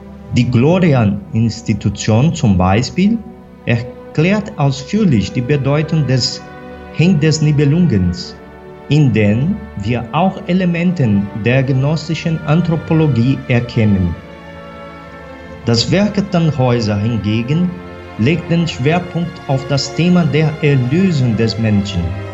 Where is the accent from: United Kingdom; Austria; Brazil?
Brazil; ich bin Brasilianer.